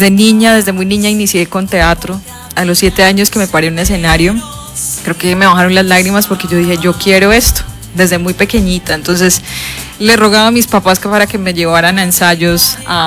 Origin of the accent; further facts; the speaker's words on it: Bucaramanga, Santander, Colombia; yo soy de aquí de Bucaramanga, Víctor. Estudié en el Colegio San Patricio y hice mi universidad en la UPB.